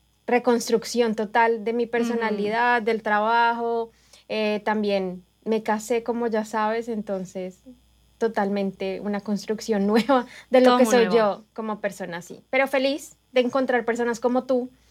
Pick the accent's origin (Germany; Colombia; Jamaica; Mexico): Colombia; Bogotá; now in Lexington, United States; Soy de Bogotá, viví toda la vida allá, y cambiar a una ciudad tan pequeña como Lexington comparada con Bogotá